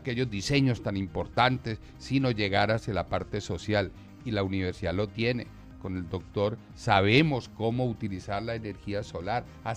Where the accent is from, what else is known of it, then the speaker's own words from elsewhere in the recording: Tibú, Norte de Santander, Colombia; mi niñez fue en Tibú y las casas eran de terniz y en esa época hacía mucho calor